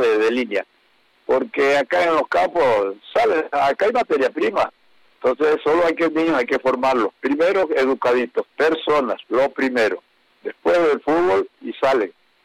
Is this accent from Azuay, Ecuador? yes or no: no; Loja, Ecuador; por acá cerca de mi pueblo, La Villegas